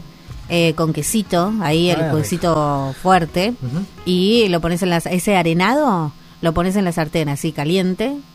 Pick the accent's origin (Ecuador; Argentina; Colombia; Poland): Argentina; soy media paraguaya, soy argentina, pero soy media paraguaya.